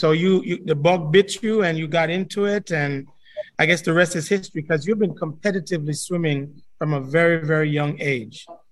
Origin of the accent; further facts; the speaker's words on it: Kingston, Jamaica; and now being from Jamaica, you know, I'm from Kingston.